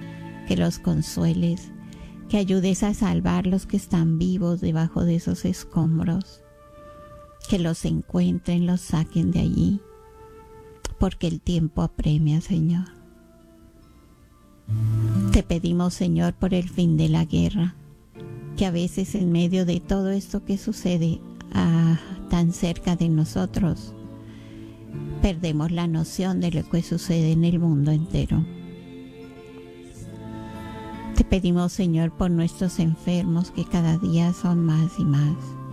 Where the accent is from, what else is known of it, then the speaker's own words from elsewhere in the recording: Colombia; en mi país, Colombia